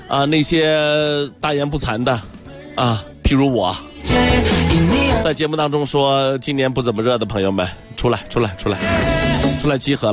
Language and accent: Chinese; Jincheng, Shanxi, China; now in Yuncheng, China; 听说我们老家那边就晋城市临川县避暑胜地啊